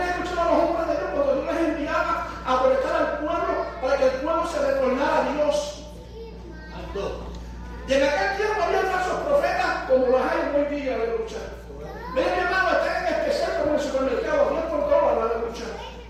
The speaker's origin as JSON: {"language": "Spanish", "country": "Puerto Rico", "said": "yo soy de Puerto Rico, hermano."}